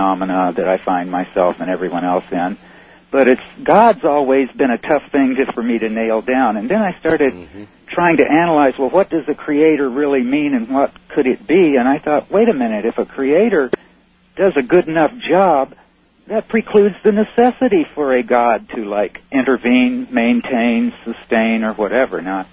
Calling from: Burbank, California, United States; I'm calling from Burbank, California.

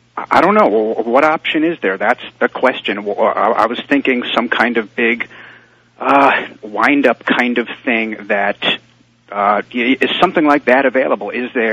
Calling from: Silver Spring, Maryland, United States; I'm Silver Spring, Maryland.

